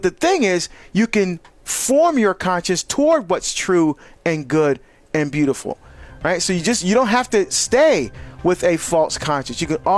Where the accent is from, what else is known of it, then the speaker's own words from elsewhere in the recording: Barbados; That my mom, we're from Barbados, my mom used to make that, and I just loved it.